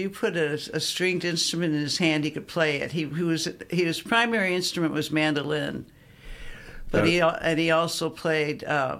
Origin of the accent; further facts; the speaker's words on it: St. Louis, Missouri, United States; born there; moved away; also born or lived in Arizona; we're from the Hill. We weren't all born there. We were, except for Maria.